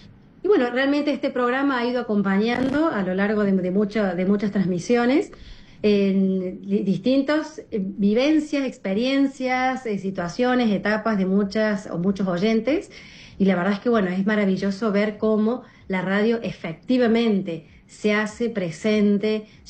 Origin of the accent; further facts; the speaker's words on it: Córdoba, Argentina; Pues yo les cuento que yo soy de Córdoba, Argentina. Acá también tenemos nuestra Radio María. Y desde muy chica en mi casa se escuchaba Radio María.